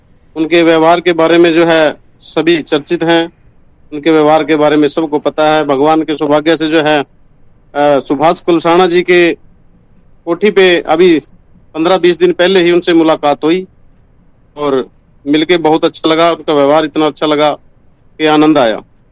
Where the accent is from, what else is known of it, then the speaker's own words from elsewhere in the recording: Haryana, India; हमारे गांव में, हमारे बिलासपुर पास लगता है